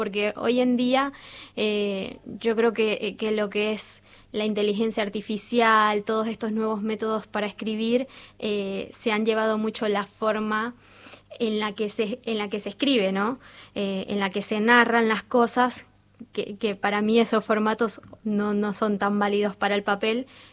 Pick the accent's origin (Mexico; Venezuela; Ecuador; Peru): Venezuela; moved away as an adult; now in Viedma, Argentina; Bueno, yo soy venezolana. Llegué a Viedma en el 2020. Venía de pasada, pero la pandemia me dejó acá.